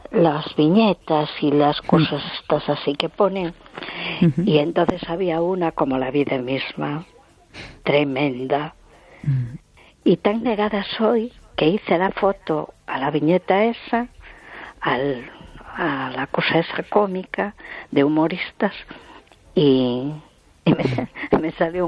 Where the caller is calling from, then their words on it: A Coruña, Galicia, Spain; Hola, soy … de Coruña.